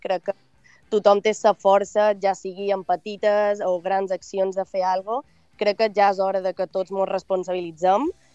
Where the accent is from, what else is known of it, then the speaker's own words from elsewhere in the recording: Balearic Islands, Spain; Al final soc de Mallorca, això influeix.